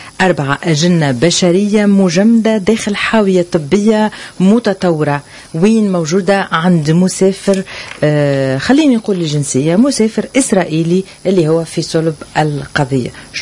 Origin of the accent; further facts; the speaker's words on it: Tunisia; خيرة ما عندنا في تونس